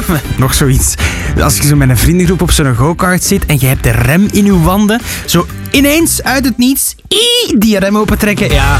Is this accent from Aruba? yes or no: no; Flanders, Belgium; Maar dus mijn kindertijd aan de Belgische kust.